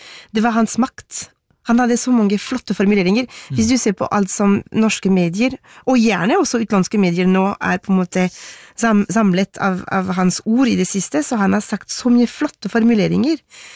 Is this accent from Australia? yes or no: no; Paris, Île-de-France, France; Norwegian is a second language; now in Norway; Det er ikke sånn jeg trodde det skulle bli da jeg vokste opp i Paris, hvor jeg ble forklart at vi franskmenn 300 år siden, vi drepte kongen vår, vi.